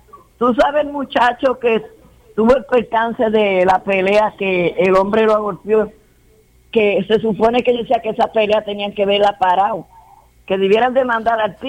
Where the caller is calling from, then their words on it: Puerto Rico; como buena boricua. Yo llevo aquí desde el 90